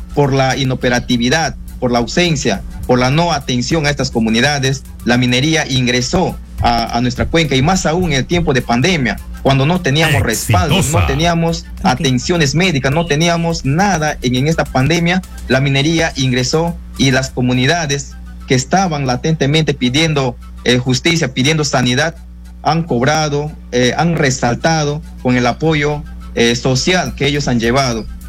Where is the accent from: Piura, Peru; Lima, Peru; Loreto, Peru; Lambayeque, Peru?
Loreto, Peru; nuestra comunidad o las comunidades nativas originarias que vivimos más de 100 años en esta cuenca, tenemos el derecho, tenemos el respaldo, somos peruanos.